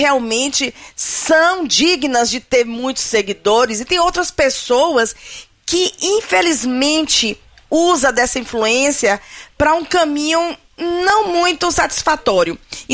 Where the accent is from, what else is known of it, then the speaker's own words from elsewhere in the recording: Northeast Region, Brazil; moved away; nós que somos nordestinos.